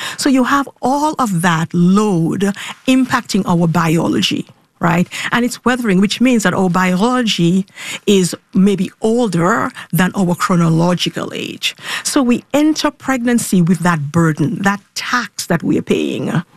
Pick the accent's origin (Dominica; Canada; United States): Dominica; born or raised there